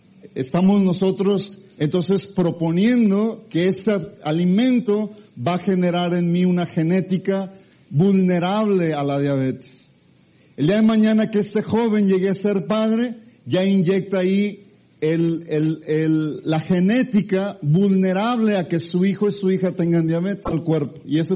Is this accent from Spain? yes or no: no; Mexico; now in United States; soy mexicano, me gustan las enchiladas, los chiles rellenos.